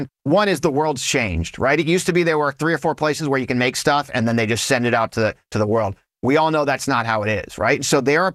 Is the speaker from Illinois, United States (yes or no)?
no; Houston, Texas, United States; I grew up in Houston.